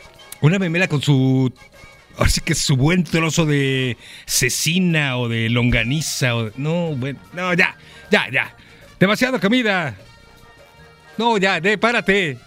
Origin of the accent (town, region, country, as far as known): Mexico